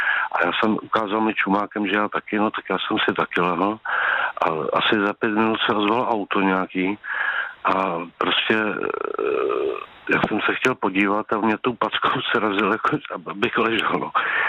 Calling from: Prague, Czechia

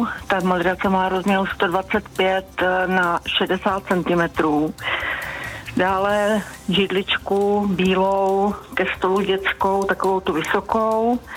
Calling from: Pardubice Region, Czechia; Mezi Chrudimi a Pardubicemi.

